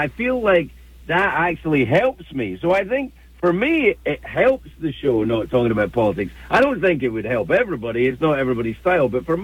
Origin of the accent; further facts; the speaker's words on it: Scotland, United Kingdom; moved away as an adult; now in United States; I grew up in another country, so I grew up in Scotland